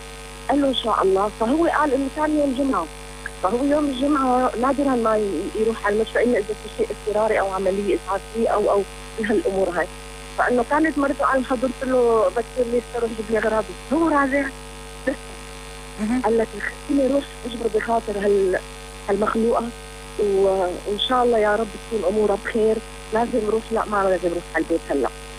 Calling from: Homs, Homs Governorate, Syria

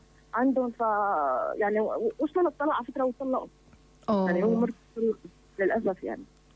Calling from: Homs, Homs Governorate, Syria

